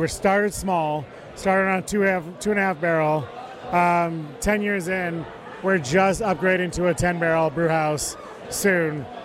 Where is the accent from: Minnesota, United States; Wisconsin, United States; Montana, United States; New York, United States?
New York, United States; Rochester; moved away; So I'm originally from Rochester.